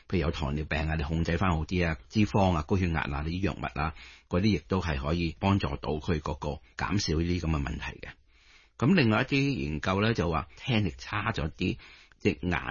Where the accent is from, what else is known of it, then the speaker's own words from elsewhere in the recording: China; 我哋中国人咧就因为年长病人即系嗰一代嘅时候咧，打麻雀就会比较多啲嘅。